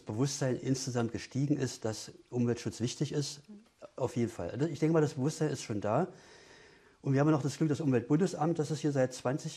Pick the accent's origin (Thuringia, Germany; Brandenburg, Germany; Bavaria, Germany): Brandenburg, Germany; Potsdam; now in Dessau, Germany; ich komme eigentlich aus Potsdam.